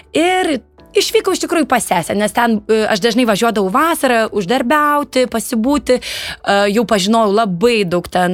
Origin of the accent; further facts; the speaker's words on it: Panevėžys, Panevėžys County, Lithuania; moved away as an adult; also born or lived in Vilnius; now in London, United Kingdom; labai gera būti savo gimtajame Panevėžyje, savo mieste.